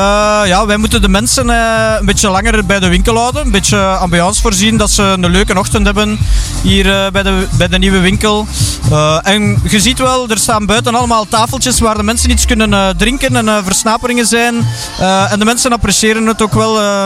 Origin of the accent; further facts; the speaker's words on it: Flanders, Belgium; Ik zelf ben van Outer.